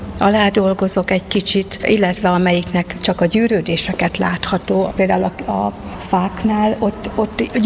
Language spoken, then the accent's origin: Hungarian; Balmazújváros, Hajdú-Bihar, Hungary; born there; now in Debrecen, Hungary; Balmazújvároson születtem, Debrecenben élek jelenleg.